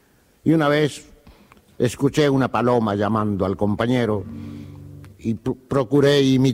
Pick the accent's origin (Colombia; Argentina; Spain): Argentina; Tucumán; cerca del cerro Aconquija, una bella montaña de mi tierra.